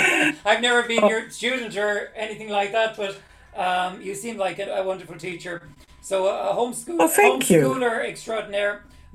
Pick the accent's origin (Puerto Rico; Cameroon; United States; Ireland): Ireland; Dublin, Leinster; moved away; I'm a Dublin man. I'm from Dublin